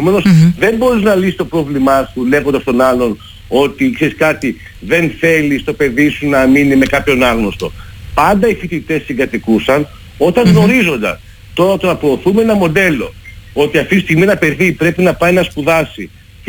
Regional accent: Greece; μου είπανε προχθές ότι τα λέω αυτά επειδή είμαι Έλληνας.

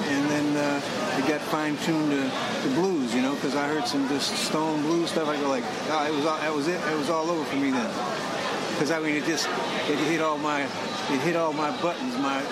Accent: Chicago, Illinois, United States; also born or lived in Indianapolis; and I'm from the Midwest. I was born in Indianapolis, grew up around Chicago

